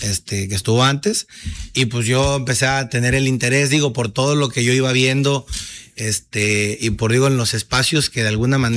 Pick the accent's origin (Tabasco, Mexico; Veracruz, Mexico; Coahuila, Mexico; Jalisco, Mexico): Tabasco, Mexico; Nacajuca; yo tengo 37 años de edad, soy originario del municipio de Nacajuca, allá estudié básicamente todo mi educación, y ya la universidad la estudié en el Instituto Tecnológico de la Zona Olmeca, que se encuentra en Villa Huitzapotlán.